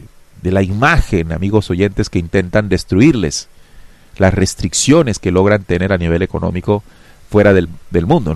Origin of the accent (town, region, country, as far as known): Colombia